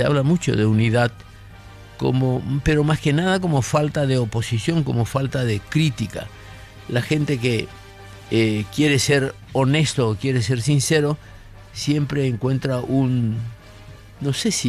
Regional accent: Paraguay; somos todos paraguayos

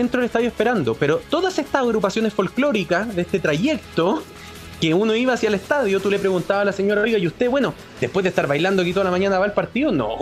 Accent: Chile; nosotros en Chile

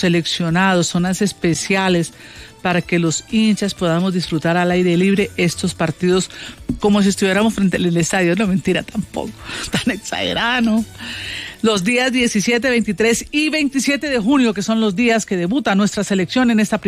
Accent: Colombia; porque si estoy en el exterior quiero que me vean que soy colombiano muchas veces

